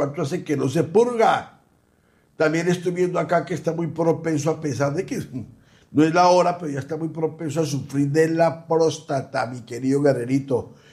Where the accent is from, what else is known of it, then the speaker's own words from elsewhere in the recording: Mexico; Porque yo vengo desde México, donde se venera, donde se hacen altares a la Santa Muerte.